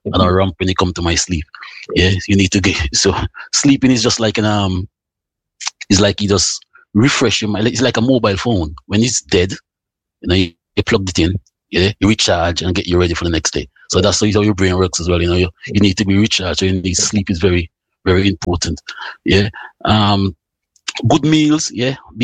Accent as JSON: {"language": "English", "country": "Montserrat", "moved": "yes", "lives_now": "United Kingdom", "said": "So, first of all, yeah, I'm from Montserrat. Been here in the UK for a long time, about 27, 28 years."}